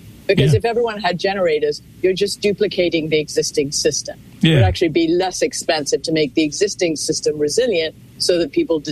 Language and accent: English; United States; born there; also born or lived in London, United Kingdom; Oh, I was born in London. Yeah, I'm a naturalized American citizen. I've been here since the age of 9.